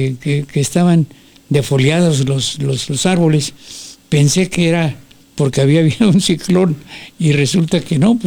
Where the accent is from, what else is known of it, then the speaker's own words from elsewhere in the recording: Yucatán, Mexico; moved away as an adult; also born or lived in Ciudad Juárez; yo soy de Yucatán y después de estudiar aquí, vengo constantemente, pero estuve muchos años apartado de Ciudad Juárez y pues viví en ambientes diferentes